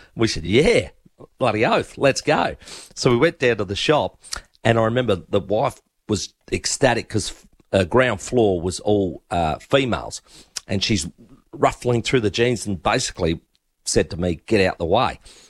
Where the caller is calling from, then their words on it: Australia; They had never met an Australian.